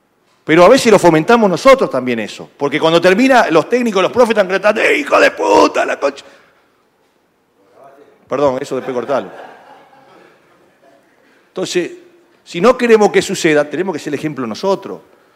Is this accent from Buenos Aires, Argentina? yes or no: no; Rosario, Santa Fe, Argentina; yo soy de Rosario